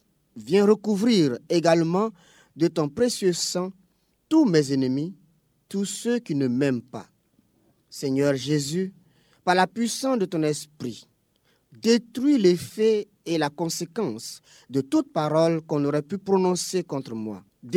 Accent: Côte d’Ivoire; en avril 2001 à Grand Bassam, chez nous en Côte d'Ivoire

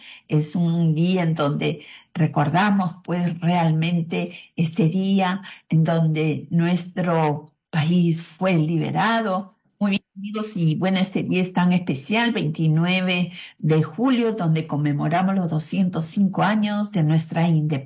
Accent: Peru

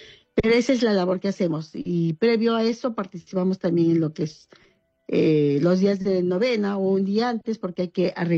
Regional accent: Peru

